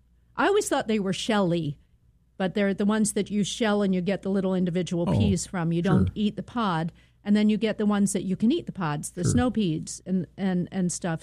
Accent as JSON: {"language": "English", "region": "Pennsylvania", "country": "United States", "tie": "born or raised there", "lives_now": "Minnesota, United States", "said": "When I grew up in Pennsylvania, we could get the pink and the blue hydrangeas"}